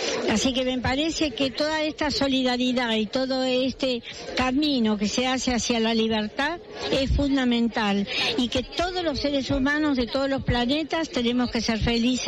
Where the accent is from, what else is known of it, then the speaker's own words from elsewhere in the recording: Argentina; yo vengo de la Argentina, de esa lucha